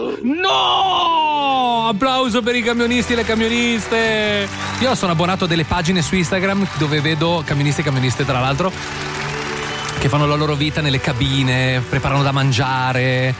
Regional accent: Ticino, Switzerland; Io sono del Luganese, quindi andrò a Rivera

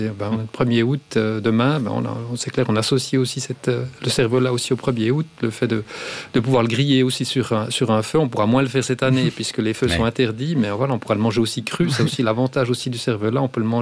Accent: Jura, Switzerland; moi, en tant que jurassien, on a la saucisse d'Ajoie qui est liée, en fait, à la fête de la Saint-Martin.

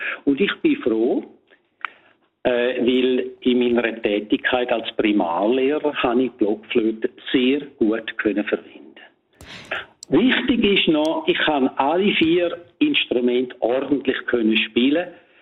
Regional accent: Domat/Ems, Graubünden, Switzerland; born or raised there

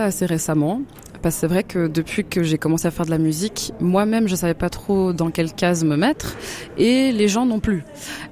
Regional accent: Switzerland; je suis pas originaire de Suisse. Je suis belge et congolaise de sang, mais j'ai grandi en Suisse toute ma vie. Donc, je suis les trois.

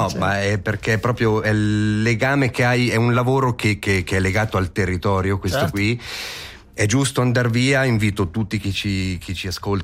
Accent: Ticino, Switzerland; tu ti trovi lì da ticinese, dici ma te perché sei qui dalla

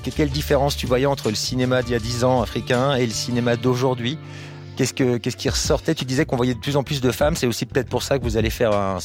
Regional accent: France; Je suis français

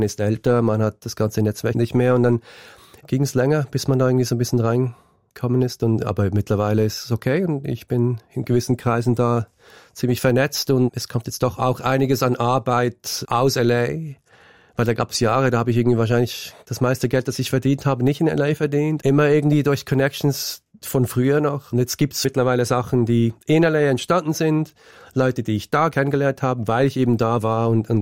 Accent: Switzerland; moved away as an adult; also born or lived in New York; now in Los Angeles, United States; Also verwurzelt bin ich schon vor allem hier, also in der Schweiz, obwohl ich mit 19 ausgewandert bin jetzt schlussendlich.

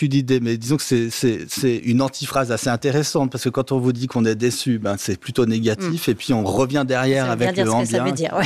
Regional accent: France; moved away as an adult; on est tous les deux français

